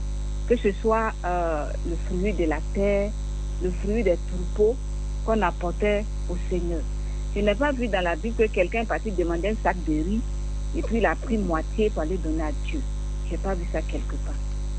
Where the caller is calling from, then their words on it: Abidjan, Côte d’Ivoire; De Yopougon.